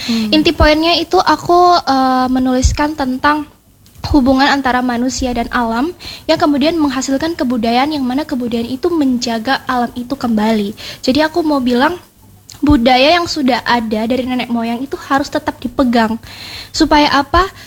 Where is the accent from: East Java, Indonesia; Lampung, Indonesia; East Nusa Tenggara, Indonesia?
East Nusa Tenggara, Indonesia; yang tumbuh dan besar di Nusa Tenggara Timur, tentunya kita harus memegang budaya yang ada di Timur ini, sebagai orang Timur ini, yaitu sebagai gadis yang berani, jujur, dan berkarakter.